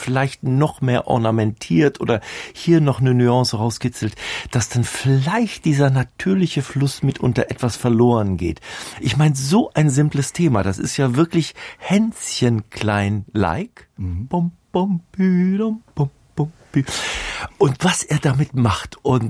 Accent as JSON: {"language": "German", "town": "Plön", "region": "Schleswig-Holstein", "country": "Germany", "tie": "born or raised there", "also_born_or_lived": "Namibia", "moved": "yes", "said": "Ich bin also im Wald am See bei Plön groß geworden. Und dann hatte mein Vater den Wunsch, einmal ins Ausland zu gehen. Und es war wirklich reiner Zufall, dass wir ins damalige Südwestafrika, heutige Namibia, umgezogen sind dort."}